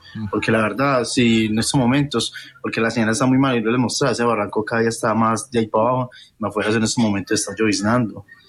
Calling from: Colombia; nosotros somos de Grisales, de la parte de atrás

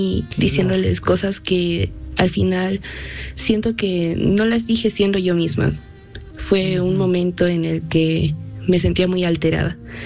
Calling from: Arequipa, Peru; de Arequipa

